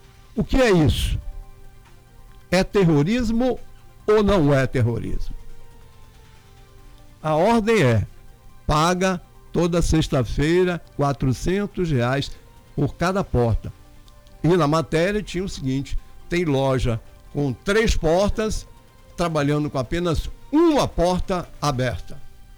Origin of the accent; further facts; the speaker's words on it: Rio de Janeiro, Brazil; born there; moved away; o Rio de Janeiro, o estado onde eu nasci.